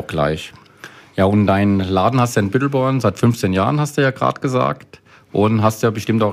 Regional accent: Rhineland-Palatinate, Germany; Ich bin im Saumagenland groß geworden

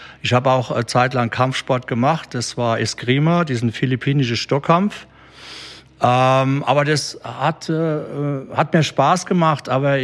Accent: Kaiserslautern, Rhineland-Palatinate, Germany; moved away as an adult; now in Geinsheim, Germany; Alter auch wichtig, 64 Jahre alt. Ich komme ursprünglich aus Kaiserslautern, wohne jetzt schon über 22 Jahre in Geinsheim

